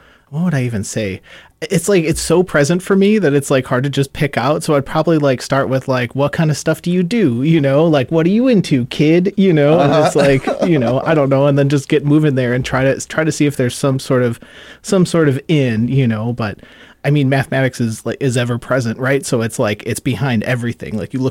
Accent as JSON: {"language": "English", "town": "Milwaukee", "region": "Wisconsin", "country": "United States", "tie": "born or raised there", "said": "I grew up in Milwaukee"}